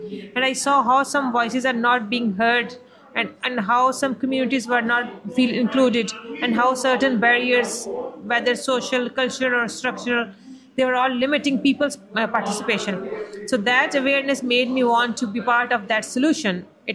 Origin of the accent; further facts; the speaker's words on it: Pakistan; now in Cork, Ireland; I am originally from Pakistan and have been living in Cork for almost 18 years now.